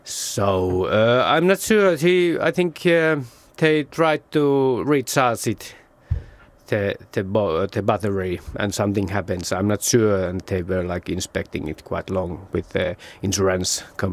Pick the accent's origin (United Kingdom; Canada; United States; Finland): Finland; Oulu, North Ostrobothnia; English is a second language; I'm from Oulu, Uleåborg.